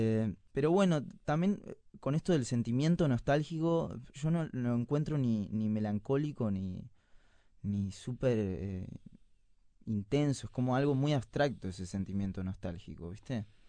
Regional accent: Montevideo, Uruguay; O sea, me crié en Cordón Norte. La casa que siento que es mi casa, sí.

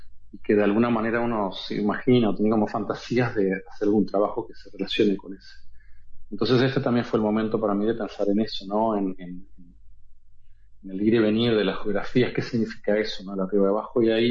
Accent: Uruguay; soy de Uruguay

